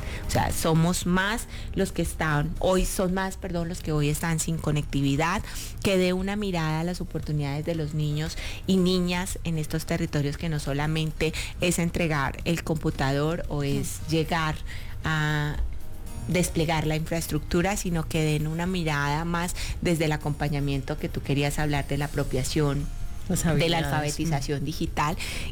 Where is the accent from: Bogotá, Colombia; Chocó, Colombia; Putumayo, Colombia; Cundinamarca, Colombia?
Cundinamarca, Colombia; Yacopí; Y crecí en Yacopí, Cundinamarca, soy víctima de desplazamiento forzoso.